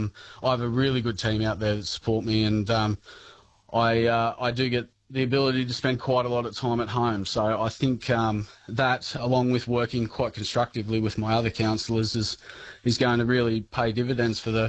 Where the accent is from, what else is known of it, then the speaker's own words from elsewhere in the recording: Quirindi, New South Wales, Australia; I'm pretty well born and bred in Crindie. I've moved away for work and study a few times.